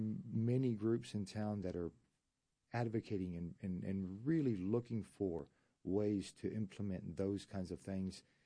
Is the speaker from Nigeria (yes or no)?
no; Argentina; moved away as an adult; I grew up in Argentina. Spent my first 21 years of life pretty much